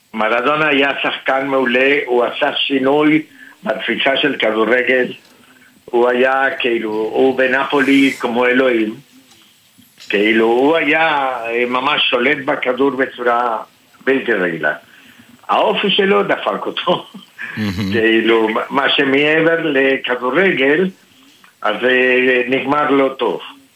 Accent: Argentina; now in Israel; מי על הכל, אני ארגנטינאי, כן.

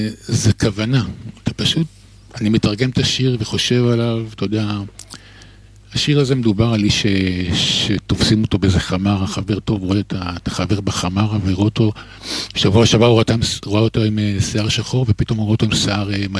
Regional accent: Kfar Saba, Central District, Israel; אני גדלתי בשכונה, אנחנו עיראקים, אבל שומעים ספרדית וטורקית ופרסית.

